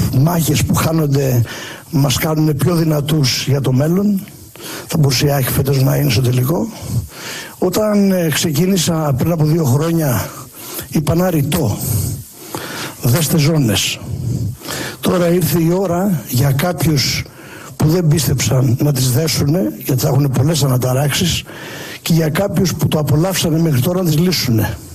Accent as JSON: {"language": "Greek", "country": "Greece", "said": "που μας διακρίνει σαν Έλληνες"}